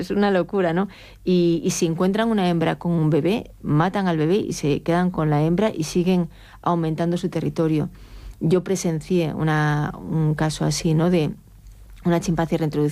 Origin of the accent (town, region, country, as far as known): Galicia, Spain; accent: Galician; moved away